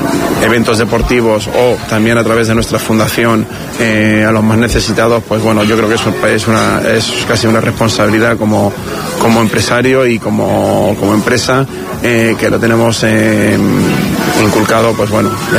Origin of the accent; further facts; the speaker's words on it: Marbella, Andalusia, Spain; Somos de Marbella, estamos orgullosos de decir que somos empresarios marbellís, malagueños, andaluces, ¿no?